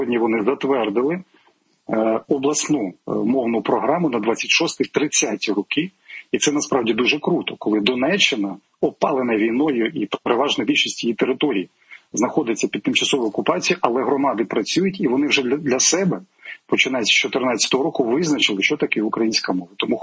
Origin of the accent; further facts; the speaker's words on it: Mykolaiv Oblast, Ukraine; Я уродженець Миколаївщини